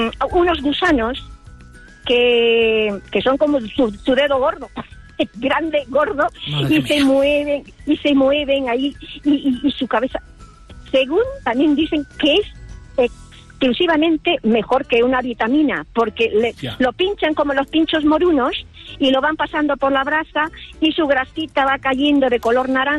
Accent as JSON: {"language": "Spanish", "town": "Yurimaguas", "region": "Loreto", "country": "Peru", "tie": "born or raised there", "moved": "yes", "lives_now": "Spain", "said": "Yo soy peruana, llevo aquí en España como 40 años, pero... En mi pueblo, en Yurimaguas, la selva amazónica de Perú, departamento de Loreto, y nuestra capital es Iquitos."}